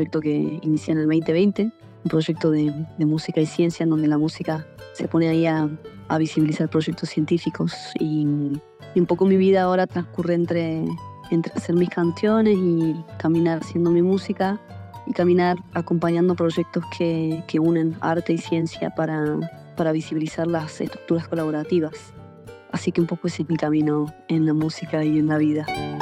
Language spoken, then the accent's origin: Spanish; Argentina; me siento muy bendecida realmente de la tierra, de Argentina, la tierra en la que crecí y que me nutrió con tanto arte